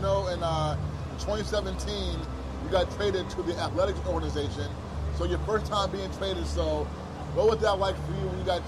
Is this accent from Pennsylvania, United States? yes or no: no; New York, United States; Yeah, man, growing up here in New York, I'm from New York, so, and I grew up a Yankees